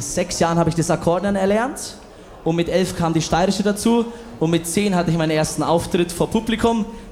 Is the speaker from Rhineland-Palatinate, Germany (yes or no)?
no; Bavaria, Germany; also born or lived in Franconia; ich bin gebürtig aus der Oberpfalz.